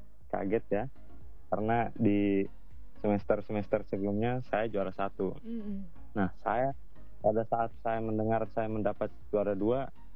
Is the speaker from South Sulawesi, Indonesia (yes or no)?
no; Central Java, Indonesia; now in Malaka Regency, Indonesia; Saya asli dari Jawa Tengah.